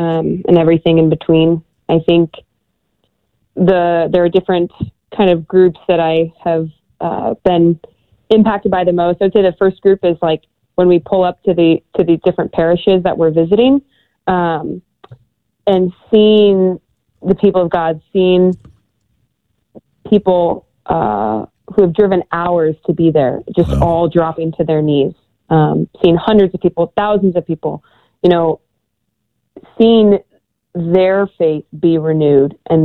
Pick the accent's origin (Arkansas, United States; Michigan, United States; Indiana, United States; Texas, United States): Indiana, United States; Indianapolis; near my hometown in Indianapolis.